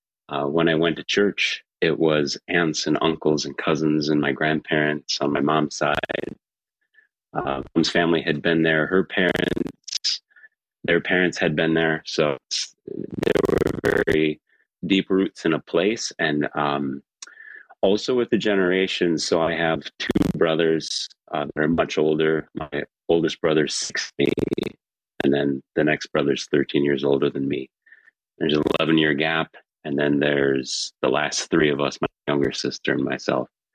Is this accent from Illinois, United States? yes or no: yes; Freeport, Illinois, United States; So I was born in Wisconsin, spent probably 5 days back to Illinois.